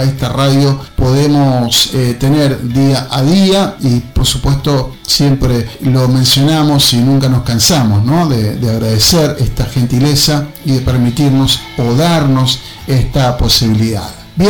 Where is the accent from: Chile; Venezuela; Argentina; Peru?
Argentina; para nosotros los argentinos